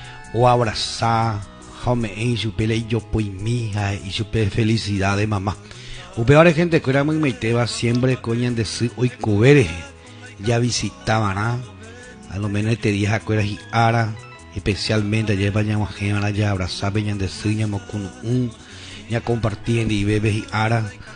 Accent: Paraguay; Muchas felicidades a todos. Soy paraguaya y me imagino ya pues acá, ve radio, pejure.

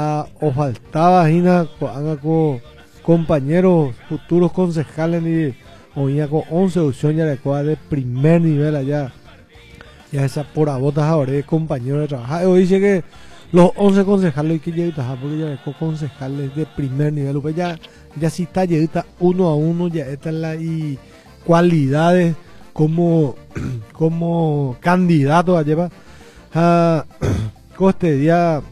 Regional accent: Paraguay; ya me sentía orgulloso de ser paraguayo

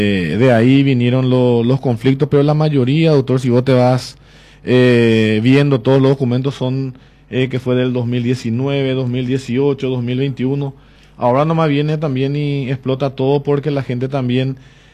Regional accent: Paraguay

